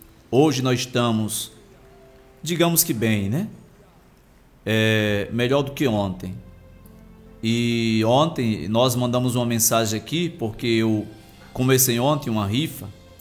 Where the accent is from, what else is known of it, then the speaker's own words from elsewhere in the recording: Northeast Region, Brazil; A gente fica meio curioso, como um bom nordestino, né?